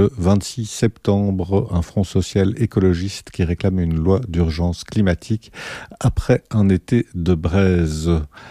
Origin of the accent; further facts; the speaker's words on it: Belgium; chez nous, en Belgique